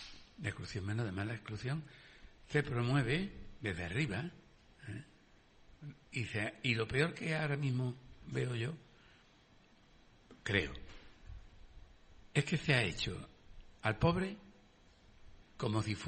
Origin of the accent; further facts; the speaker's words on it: Jerez de la Frontera, Andalusia, Spain; Yo soy de Jerez